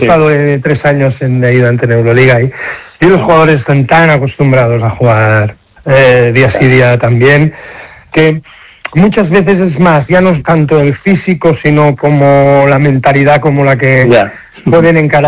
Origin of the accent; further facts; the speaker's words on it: Badalona, Catalonia, Spain; Soy de Badalona, pero también soy del Barça de fútbol, entonces, bueno, ahí y estaba en el Barça. O sea que, pero soy de Badalona, eso no me lo quita nadie.